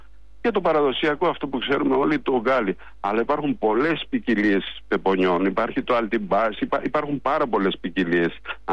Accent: Nea Agioneri, Central Macedonia, Greece; Η γιορτή αυτή γίνεται στο χωριό μου, το νέο Αγιονέρι Κυλικής, που βρίσκεται 30 χιλιόμετρα δυτικά της Θεσσαλονίκης. Είμαστε Καπαδόκες και είμαστε εδώ και 100 χρόνια φυτεύουμε καρπούζια.

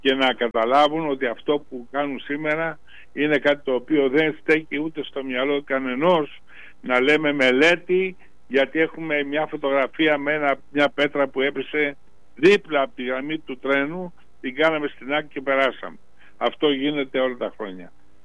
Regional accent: Kalavryta, West Greece, Greece; επειδή γεννήθηκα στα Καλάβητα, μεγάλωσα στα Καλάβητα, ήρθα εδώ

